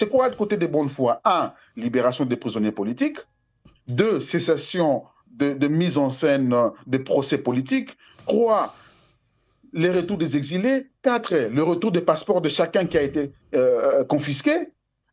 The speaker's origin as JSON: {"language": "French", "country": "DR Congo", "also_born_or_lived": "Sankuru / Eastern DR Congo", "said": "je suis un Congolais. Je suis une partie du Sankuru et une partie de l'Est du pays. Je suis de là et de l'autre côté un peu swahili. Je suis un Congolais"}